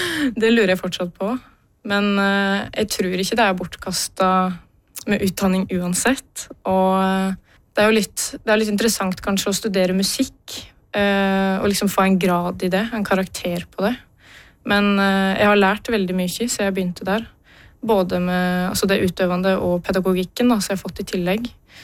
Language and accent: Norwegian; Øystre Slidre, Innlandet, Norway; min lokale kulturskole, hjemme i Øystre Slire i Valdres.